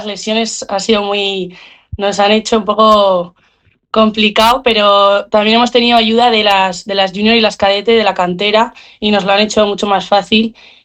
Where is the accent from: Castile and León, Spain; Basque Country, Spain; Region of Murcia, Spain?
Castile and León, Spain; Soria; born there; moved away as an adult; now in Burgos, Spain; yo soy de Soria, me he venido este año a estudiar a Burgos y llevo desde bien pequeñita jugando en Soria hasta este año que me he venido